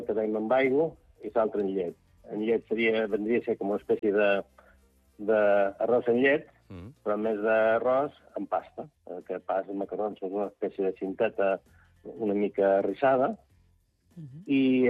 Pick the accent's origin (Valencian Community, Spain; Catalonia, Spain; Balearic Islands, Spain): Balearic Islands, Spain; Santa Eulària des Riu; Som de Sant Eulari, no som de Sant Joan.